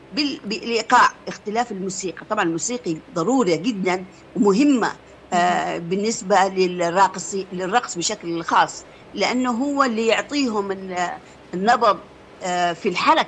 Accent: Yemen

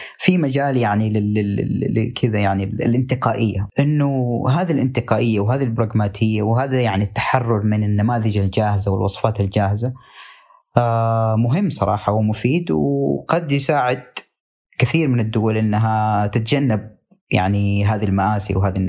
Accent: Saudi Arabia; عندنا في السعودية

